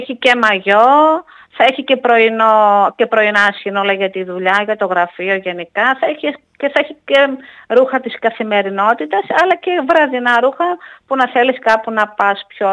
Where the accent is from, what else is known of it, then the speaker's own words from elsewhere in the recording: Kilkis, Central Macedonia, Greece; είμαι και πόντι από την περιά του μπαμπά, είμαι από το Κιλκής, ο μπαμπάς μου ήταν από το Κιλκής.